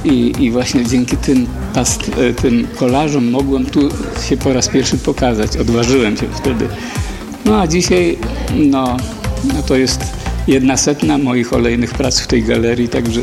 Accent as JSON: {"language": "Polish", "town": "Lubawa", "region": "Warmian-Masurian Voivodeship", "country": "Poland", "tie": "born or raised there", "lives_now": "Złotowo, Poland", "said": "ze Złotowa koło Lubawy, ale mieszkałem w Lubawie, urodzony jestem w Lubawie. Od 18 lat jestem pobudowany w Złotowie"}